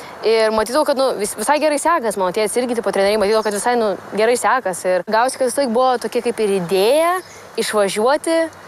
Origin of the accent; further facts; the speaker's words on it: England, United Kingdom; now in Sweden; Užaugau jau Anglijoje, tai užaugau tenais